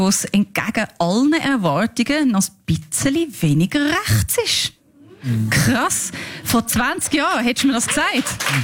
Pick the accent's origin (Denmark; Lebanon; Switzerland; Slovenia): Switzerland; ich bin da in der Schweiz aufgewachsen. Ich habe die Ansprüche, die man hat, wenn man in der Schweiz aufwächst.